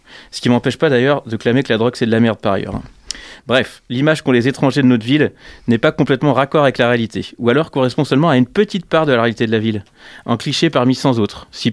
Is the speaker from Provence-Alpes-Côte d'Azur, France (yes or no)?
no; Grenoble, Auvergne-Rhône-Alpes, France; je venais de Grenoble